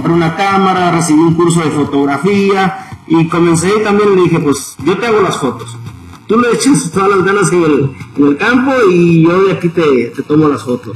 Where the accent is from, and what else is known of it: Guatemala; now in Arizona, United States